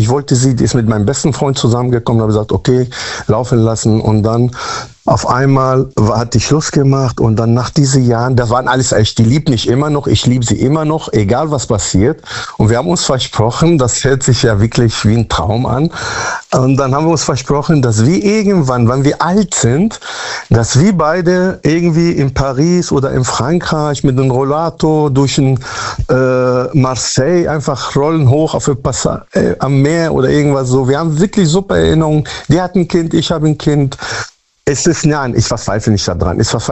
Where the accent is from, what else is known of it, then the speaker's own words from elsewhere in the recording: Münster, North Rhine-Westphalia, Germany; Aus Münster-Westfalen.